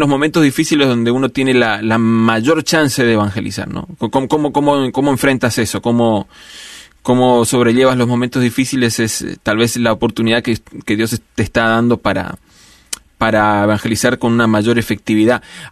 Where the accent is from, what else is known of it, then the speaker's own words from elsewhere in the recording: Argentina; mezcla de acentos resultan en este acento tan sí. confuso que traigo, que nunca nadie identifica que soy argentino.